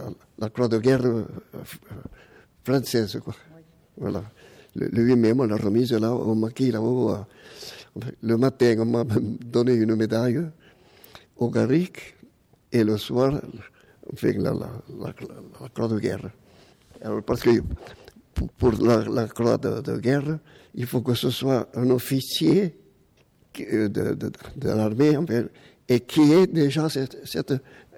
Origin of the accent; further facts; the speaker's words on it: Pont de Blaye, Nouvelle-Aquitaine, France; born there; Je suis natif du pont de Blaye.